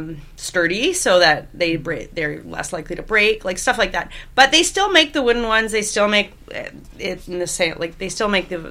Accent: Vancouver, British Columbia, Canada; My mom's family's from Saskatchewan, but no, I grew up here. I grew up here in Vancouver.

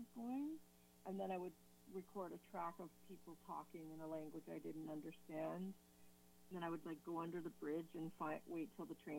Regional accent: Calgary, Alberta, Canada; moved away; also born or lived in Victoria, BC / Vancouver; in the early to mid 90s, I was living in Victoria, BC, but I was raised in Calgary.

